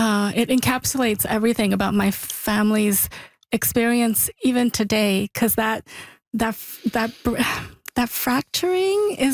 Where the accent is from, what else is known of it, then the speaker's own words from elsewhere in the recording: Montreal, Quebec, Canada; it's not enough to just say I'm Canadian, or I'm a Quebecer, or I'm a Montrealer, because there's always this huge part of who we are, of who I am, my family, that is rooted in that place, in that language.